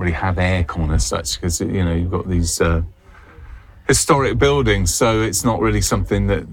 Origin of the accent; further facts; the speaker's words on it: United Kingdom; Well, obviously, the topic that we have to talk about, because we're British, is the weather.